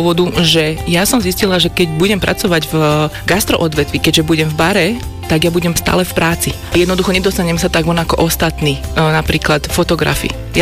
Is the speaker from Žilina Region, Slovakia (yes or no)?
no; Bojnice, Trenčín Region, Slovakia; born there; now in Bratislava, Slovakia; mám 37 rokov. Narodila som sa v Bojniciach v Prievidzi, ale bývam a pôsobím v Bratislave a pracujem ako profesionálna fotografka.